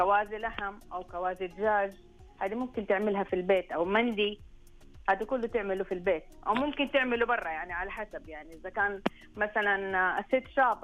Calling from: Mecca, Makkah Province, Saudi Arabia

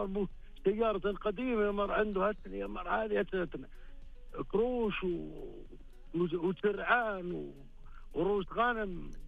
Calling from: Hail, Ha'il Province, Saudi Arabia; اي طال عمرك من حائل.

